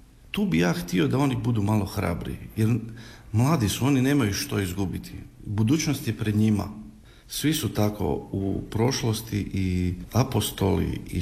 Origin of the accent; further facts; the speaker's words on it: Skopje, North Macedonia; ja sam odrastao u Skoplju, u obitelji janjevačkih Hrvata.